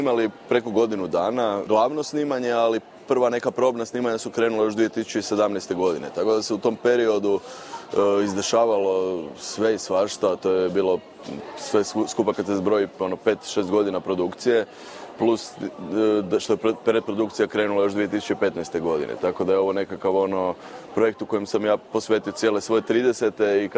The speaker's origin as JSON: {"language": "Croatian", "town": "Rijeka", "region": "Primorje-Gorski Kotar County", "country": "Croatia", "said": "Sa talijanske strane granice priča o Danunciju jako razlika od priče kod nas u Rijeci"}